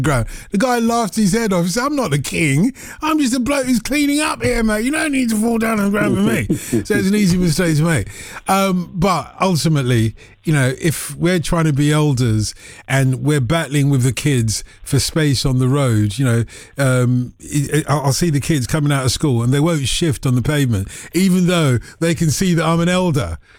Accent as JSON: {"language": "English", "country": "Nigeria", "said": "Of course, I'm Nigerian, and you lie."}